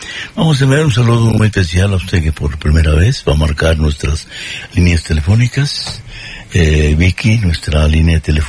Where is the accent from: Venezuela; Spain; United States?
United States; Pennington, Texas; saludos amables para todos los residentes de Pennington, Texas, mi pueblo querido, con motivo de su aniversario.